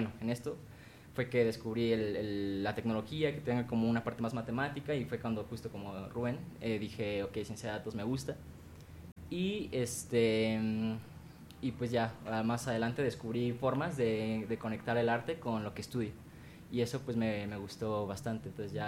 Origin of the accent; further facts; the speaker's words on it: León, Guanajuato, Mexico; Realmente yo soy de otra ciudad muy cerquita de Querétaro que se llama León, en el estado de Guanajuato.